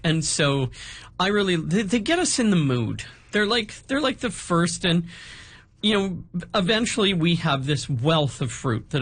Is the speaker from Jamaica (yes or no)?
no; British Columbia, Canada; Even my hometown on the Sunshine Coast had a strawberry jam factory.